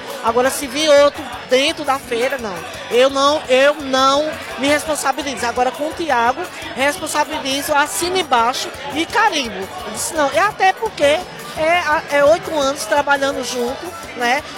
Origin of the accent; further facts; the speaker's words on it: Brazil; moved away; eu sou do Vassoural